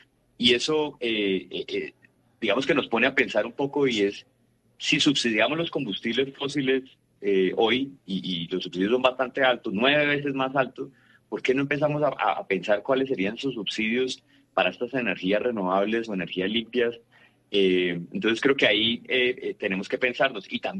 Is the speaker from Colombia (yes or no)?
yes; Colombia